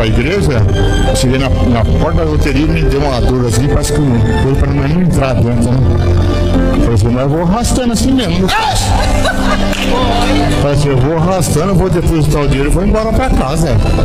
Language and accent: Portuguese; Curitiba, Paraná, Brazil; Sou lá de Curitiba, mas eu vim aqui com todo prazer